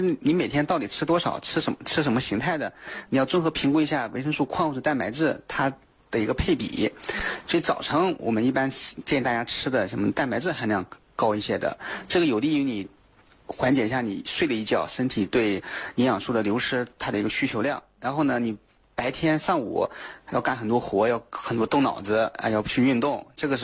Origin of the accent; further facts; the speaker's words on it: China; 我们中国人